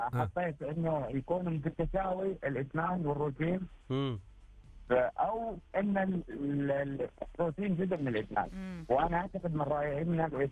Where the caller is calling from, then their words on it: Riyadh, Riyadh Province, Saudi Arabia; من الرياض.